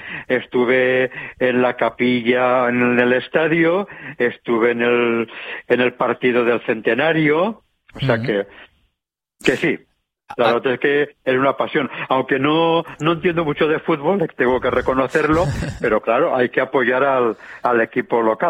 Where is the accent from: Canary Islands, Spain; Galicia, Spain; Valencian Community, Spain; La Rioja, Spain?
Valencian Community, Spain; Castellón de la Plana; also born or lived in Villarreal; yo sí soy hijo de Castellón, nací aquí en Castellón, muy cerquita de la Plaza Cardona Vives